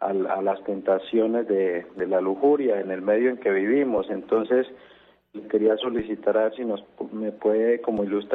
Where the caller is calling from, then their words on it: Cali, Valle del Cauca, Colombia; De la ciudad de Cali